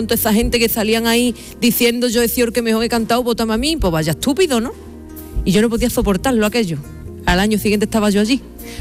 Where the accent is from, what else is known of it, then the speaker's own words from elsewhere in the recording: Jerez, Andalusia, Spain; born there; Claro, porque nací en Jerez.